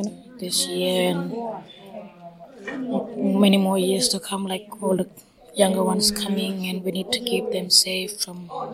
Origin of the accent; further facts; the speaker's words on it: Yalata, South Australia, Australia; also born or lived in Port Augusta; I'm from Yalata Aboriginal community, and I was born in Port Augusta Hospital. We went back home.